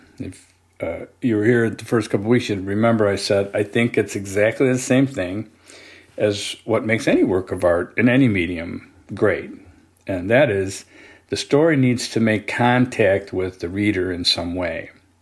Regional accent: Singapore; one of those folk tales that I feel like I've always just been familiar with, growing up in Singapore, probably from cultural osmosis.

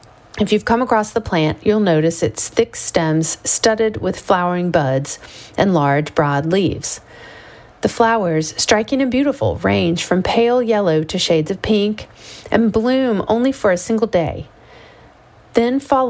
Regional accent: Lagos, Nigeria; Growing up in Lagos, I knew okra as just Ila, its name in Yoruba, which can also refer to any soup from southwest Nigeria, where okra is the star ingredient.

